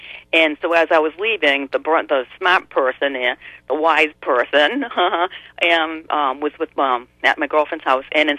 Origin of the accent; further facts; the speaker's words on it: Webster, Massachusetts, United States; And it was on the news the next day, because I'm from Webster. WSO was in Southbridge, and it was on the radio the next day.